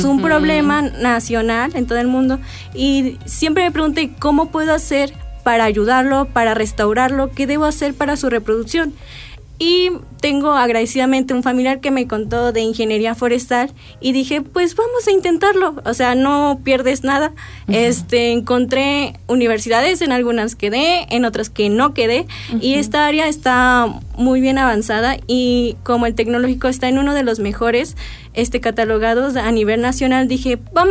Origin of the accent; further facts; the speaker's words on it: Jalacingo, Veracruz, Mexico; moved away; En mi caso, mi pueblo, bueno, mi ciudad de origen se llama Jalacingo, Veracruz, y es un lugar muy bonito, pero como está en intermedio por la carretera federal, así que pasamos desapercibidos, pero tenemos gran zona de áreas verdes, zona de invernaderos